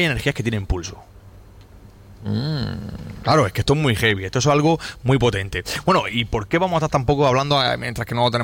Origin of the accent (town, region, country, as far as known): Almería, Andalusia, Spain